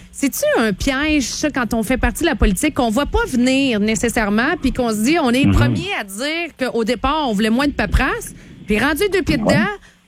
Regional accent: Quebec, Canada; Puis des fois, c'est drôle parce qu'en tant que Québécois aussi, on demande toujours aussi plus de mesures.

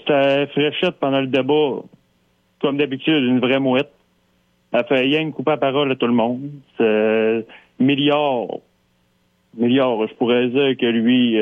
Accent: Quebec, Canada; Moi, je viens de Charlevoix, OK? Là. Puis dans mon bout, dans la région, moi je suis boss de ma propre compagnie.

